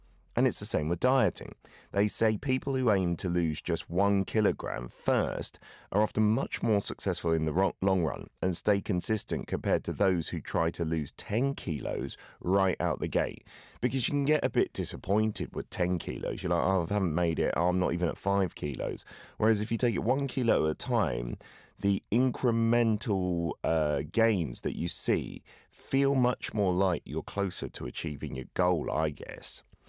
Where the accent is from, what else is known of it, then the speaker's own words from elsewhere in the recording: United Kingdom; the UK, my home country